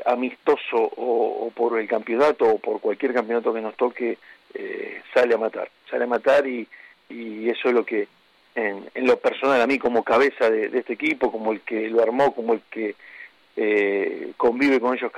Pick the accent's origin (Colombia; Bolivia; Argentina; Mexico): Argentina; yo nací en mi país, en Argentina, con una pelota bajo el brazo.